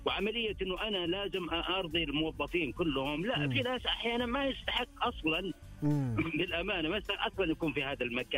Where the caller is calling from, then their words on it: Riyadh, Riyadh Province, Saudi Arabia; من الرياض.